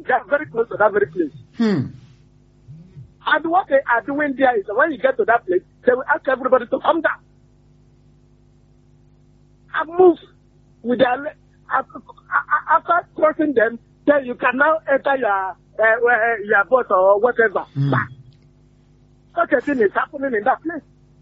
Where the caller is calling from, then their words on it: Aba, Abia, Nigeria; I come from Abba. I am Abba.